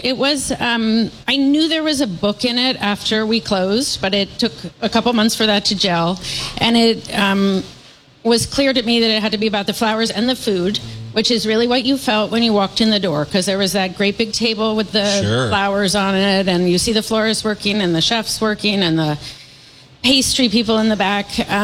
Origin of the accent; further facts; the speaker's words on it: Seattle, Washington, United States; I grew up in Seattle sampling all of your restaurants.